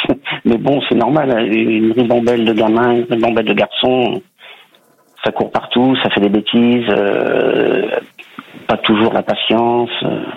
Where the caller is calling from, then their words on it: Laval, Pays de la Loire, France; Moi j'habite en Mayenne, à Laval.